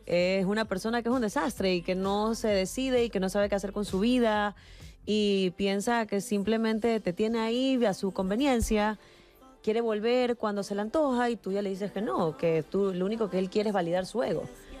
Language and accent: Spanish; Ecuador; moved away as an adult; now in Madrid, Spain; Ecuador es un país maravilloso, pero siento que ya he hecho todo lo que tenía que hacer en mi país, artísticamente hablando